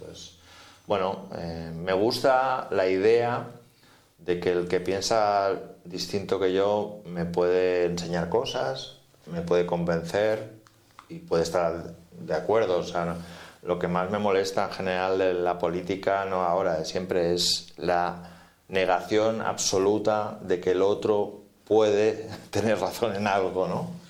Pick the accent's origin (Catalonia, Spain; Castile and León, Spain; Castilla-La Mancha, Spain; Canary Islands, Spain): Catalonia, Spain; Barcelona; Y entonces yo soy de Barcelona, mis padres son de Barcelona, sé lo que siento, pero bueno, no he sido patriota nunca.